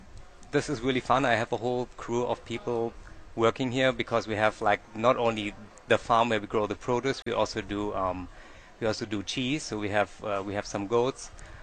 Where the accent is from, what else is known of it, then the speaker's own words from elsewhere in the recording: Austria; moved away; So I'm originally from Austria, and when I moved here, we were living right next to White Lotus Farms